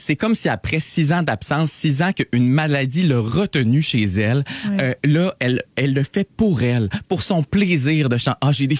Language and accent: French; Quebec, Canada; Moi, j'avais un grand sentiment de fierté d'être Québécois.